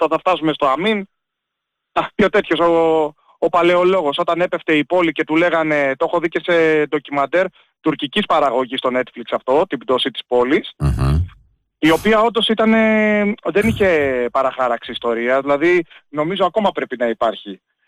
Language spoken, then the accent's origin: Greek; Eastern Macedonia and Thrace, Greece; κατάγομαι από Εύρο.